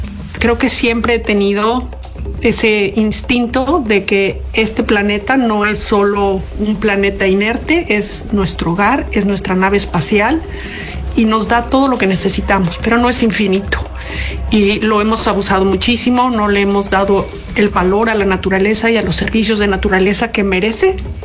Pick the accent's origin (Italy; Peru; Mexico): Mexico; Cuernavaca, Morelos; Tuve la enorme fortuna de haber crecido en Cuernavaca